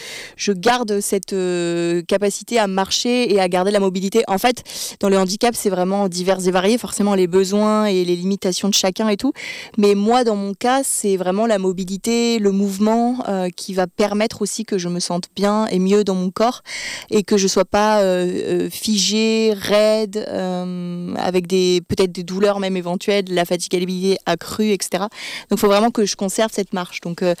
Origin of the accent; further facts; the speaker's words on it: Île-de-France, France; moved away as an adult; also born or lived in Cambodia; now in Montpellier, France; j'ai 31 ans, j'habite à Montpellier depuis 2017 à peu près, je viens de région parisienne